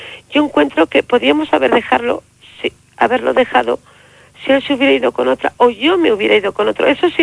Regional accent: Catalonia, Spain; born there; como buena castellana, los castellanos que me estoy oyendo saben que yo nací en Cataluña, pero tengo sangre castellana.

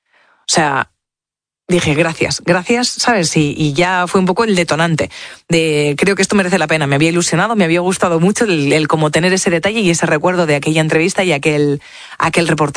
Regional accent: Spain; Te duela o no te duela, es verdad, yo soy española, no sé qué te pasa con nosotros

